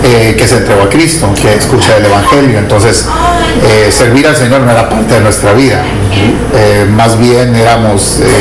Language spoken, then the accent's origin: Spanish; Mexico; yo nací en México, soy el décimo de 13 hijos que le nacieron a mis padres.